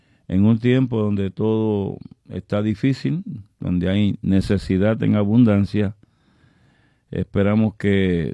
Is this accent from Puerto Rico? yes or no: yes; Naguabo, Puerto Rico; nos criamos allá en Naguabo juntos, ¿verdad? Él tenía 70, yo tengo 74